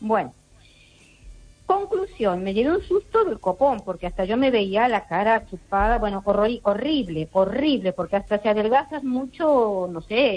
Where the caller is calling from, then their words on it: Ourense, Galicia, Spain; aquí de Orense, ¿sabes?